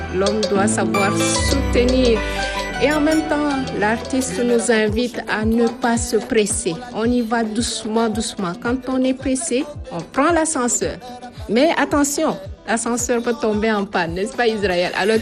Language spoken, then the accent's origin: French; Chad; On est africain, on est tchadien.